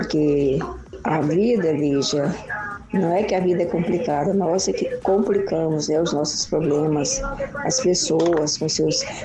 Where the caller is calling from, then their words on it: São Paulo, Brazil; Sou do interior, daqui, de São Paulo.